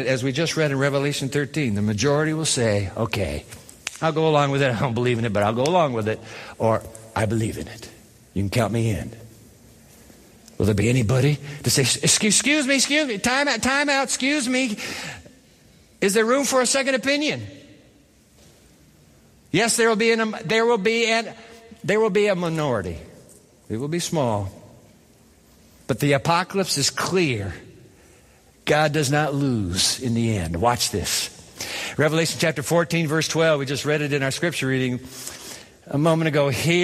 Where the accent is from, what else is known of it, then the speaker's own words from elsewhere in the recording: Japan; moved away; I grew up in Japan, and I used to go to school every day on the trains of Japan, back and forth, back and forth, back and forth, back and forth.